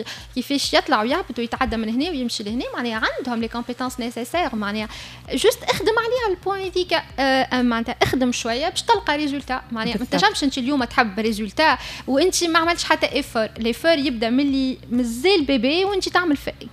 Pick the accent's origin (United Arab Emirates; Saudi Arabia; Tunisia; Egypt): Tunisia; عندنا في تونس